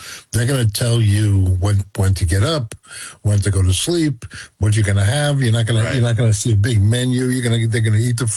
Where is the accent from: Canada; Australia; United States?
United States; as an American